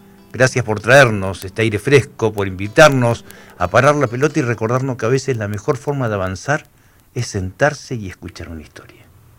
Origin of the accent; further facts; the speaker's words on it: Pico Truncado, Santa Cruz, Argentina; moved away as an adult; also born or lived in Entre Ríos / Buenos Aires / Catamarca / Salta; yo soy de Pico Truncado, estuve trabajando en Entre Ríos, en Buenos Aires, en Catamarca, en Salta. ¿Y dónde termino mis últimos años? De vuelta a mi tierra.